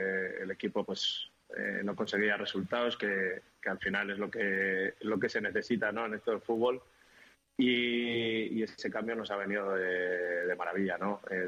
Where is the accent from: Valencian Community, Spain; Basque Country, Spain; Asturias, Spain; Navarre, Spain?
Basque Country, Spain; San Sebastián; En la ciudad, en mi pueblo, digamos, a todo el mundo, pues cuando salía a la calle, todo ese calor, todo ese apoyo que teníamos, y es verdad que lo hicimos por y para nuestra afición, pero es verdad que hay gente fuera de San Sebastián que también pues, iba con nosotros